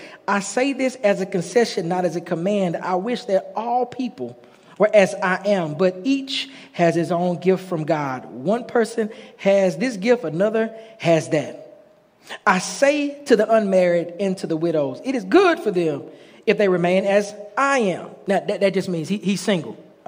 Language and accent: English; Dallas, Texas, United States; I grew up in Texas. So in Texas, you know, in Dallas, we got the city, but then you can go right outside of Dallas and it's not so city anymore. Become a little more rural.